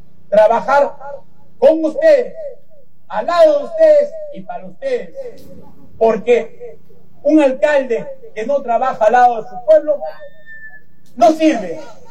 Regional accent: Mollendo, Arequipa, Peru; moved away as an adult; No soy una persona que ha venido de fuera, he estado con ustedes toda la vida

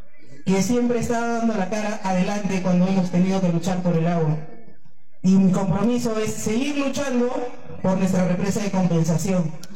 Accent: Arequipa, Peru; soy de La Curva, soy de Gran Valdivia, como todos y cada uno que vive aquí en este pueblo hermoso de Boquerón.

